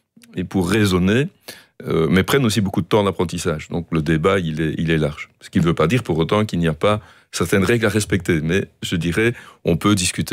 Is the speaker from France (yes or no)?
no; Liège, Wallonia, Belgium; accent: slight provincial Liège accent; Mais mon léger accent provincial est plutôt liégeois, comme vous l'entendez.